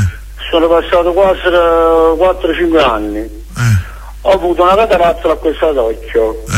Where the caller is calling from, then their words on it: Naples, Campania, Italy; io sono di Napoli